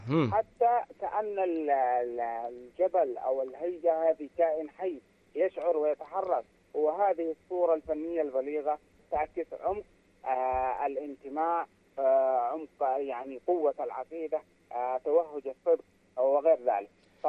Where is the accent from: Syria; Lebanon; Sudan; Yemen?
Yemen; Tihama; مثلا عندنا في تهامة يعني زي ما تقول كيلوهات مربعة من الأشجار السمر والسلام وأشجار أخرى ونباتات وحيوانات برية نسميها هيجة.